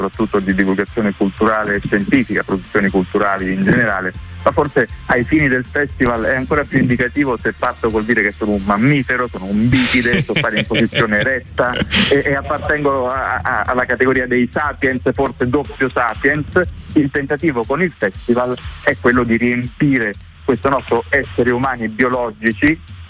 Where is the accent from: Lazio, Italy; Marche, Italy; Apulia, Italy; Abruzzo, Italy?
Lazio, Italy; Rome; born there; Mio papà è calabrese, mia mamma è abruzzese, io sono nato a Roma